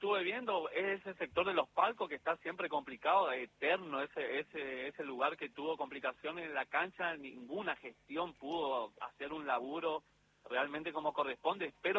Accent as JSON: {"language": "Spanish", "town": "Resistencia", "region": "Chaco", "country": "Argentina", "said": "Vengo de Resistencia Chaco."}